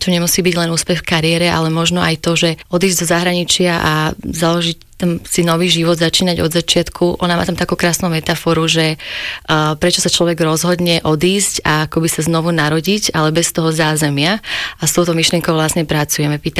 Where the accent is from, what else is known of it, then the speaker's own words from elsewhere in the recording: Nitra, Nitra Region, Slovakia; born there; keď Nitra kandidovala, moje rodné mesto, ako si teda vyhral Trenčín, ale my sme boli tiež dosť blízko.